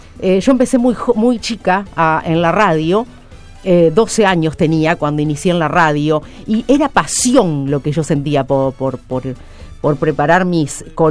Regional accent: San Genaro, Santa Fe, Argentina; ir a hacer ese programa en la radio donde yo soy de San

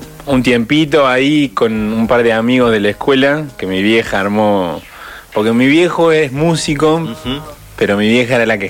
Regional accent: Córdoba, Argentina; yo no soy de Puerto Rico, ¿viste? Claro. ¿De dónde soy? De Córdoba.

